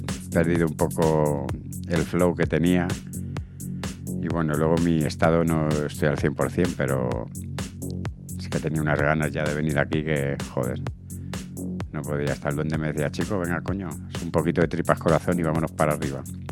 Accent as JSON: {"language": "Spanish", "town": "Alcobendas", "region": "Community of Madrid", "country": "Spain", "said": "Yo soy de Alcobendas y esto está en Sanse."}